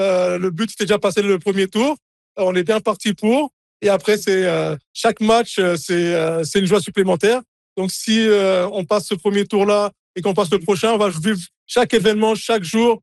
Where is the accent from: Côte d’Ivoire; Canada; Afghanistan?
Côte d’Ivoire; je suis ivoirien aussi. Donc pour moi, c'est une journée très importante, autant pour mon amour du football, pour mon amour du pays